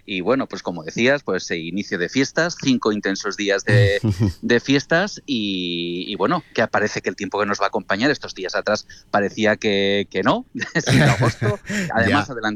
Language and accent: Spanish; Cizur Mayor, Navarre, Spain; como cizurtarras que somos y como buenos navarros, somos gente acogedora.